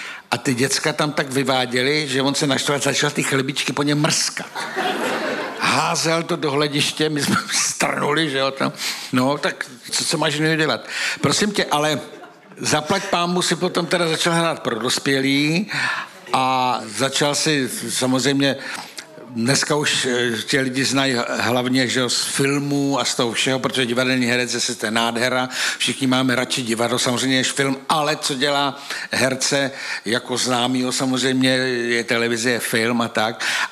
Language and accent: Czech; Moravia, Czechia; já jsem taky z Moravy a taky to člověk má chycený